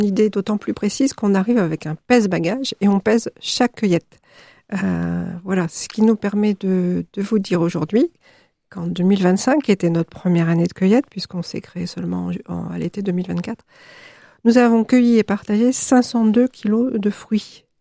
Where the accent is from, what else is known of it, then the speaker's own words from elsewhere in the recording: La Rochelle, Nouvelle-Aquitaine, France; now in Eysines, France; je suis de La Rochelle et très attachée.